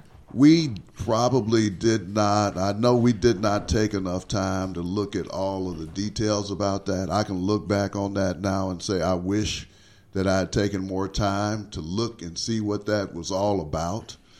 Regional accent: Wrightsville, Arkansas, United States; now in Little Rock, United States; I'm from Wrightsville, so I certainly still have concerns about how that area is developed. But certainly, as living in Little Rock now, and as a representative of Ward 1

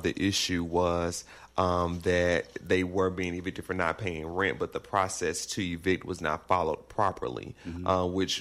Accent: Memphis, Tennessee, United States; I'm from Memphis, Tennessee. Yes, I do practice out here in Central, but also in Eastern and Southeastern Arkansas, and I practice in Western Tennessee as well.

